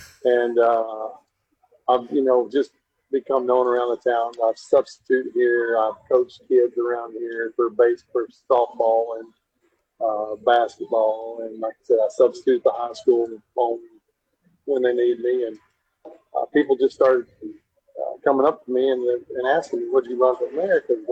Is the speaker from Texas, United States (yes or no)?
yes; Duncanville, Texas, United States; I grew up in Duncanville, which is almost 40,000 people.